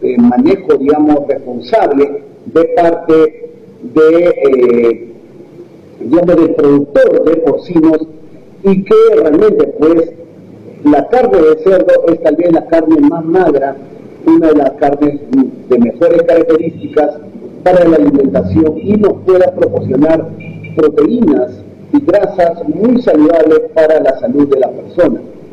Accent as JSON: {"language": "Spanish", "region": "Selva Central", "country": "Peru", "said": "nosotros, quienes somos aquí de Selva Central"}